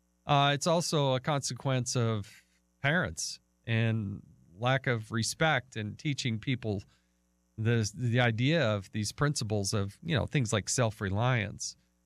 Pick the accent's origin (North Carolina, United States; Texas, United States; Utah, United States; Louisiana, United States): Utah, United States; my home state of Uta